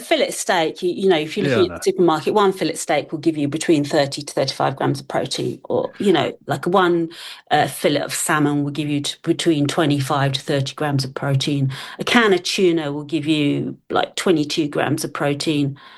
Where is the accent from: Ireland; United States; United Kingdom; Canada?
United Kingdom; London; I'm British, yeah. Take us back to your childhood, please. Yeah. I was born in London. I was actually born right in the centre, so St Thomas's Hospital, which is like a stone's throw from Waterloo. Mm. And I literally lived 5 minutes from Waterloo